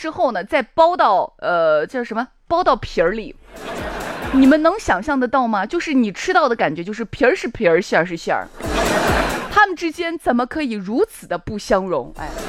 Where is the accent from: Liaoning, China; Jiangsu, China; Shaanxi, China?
Shaanxi, China; 我们陕西人不到万不得已绝不吃挂面。